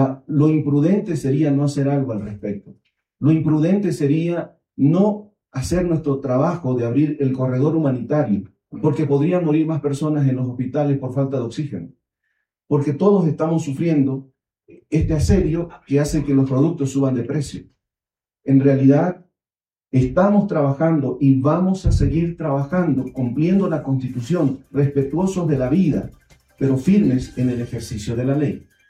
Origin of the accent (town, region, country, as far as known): Bolivia